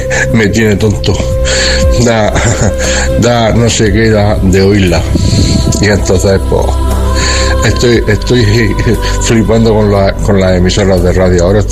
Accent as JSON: {"language": "Spanish", "town": "Fuente Álamo", "region": "Region of Murcia", "country": "Spain"}